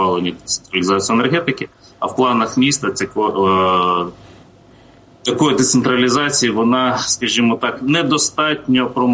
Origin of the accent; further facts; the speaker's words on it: Kyiv, Ukraine; я як киянин